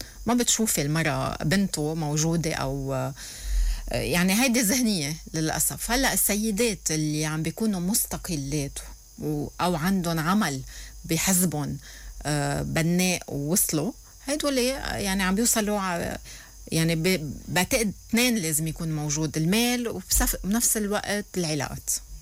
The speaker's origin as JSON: {"language": "Arabic", "country": "Lebanon", "said": "عنا بلبنان"}